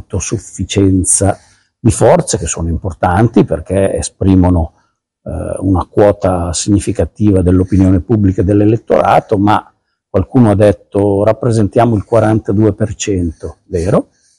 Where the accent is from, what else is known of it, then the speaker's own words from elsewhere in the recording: Piedmont, Italy; io vengo dalla Val d'Ossola